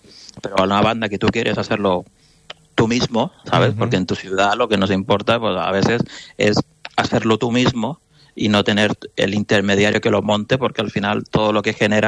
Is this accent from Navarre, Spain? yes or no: no; Barcelona, Catalonia, Spain; nosotros somos de aquí de Barcelona